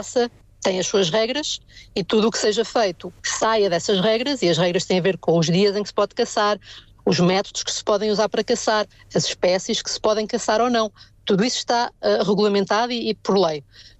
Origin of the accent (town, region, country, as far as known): Portugal